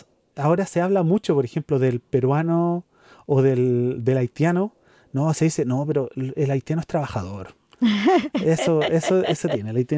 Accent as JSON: {"language": "Spanish", "town": "Quintero", "region": "Valparaíso", "country": "Chile", "tie": "born or raised there", "said": "yo nací en Quintero, en uh-huh. la quinta región de Chile"}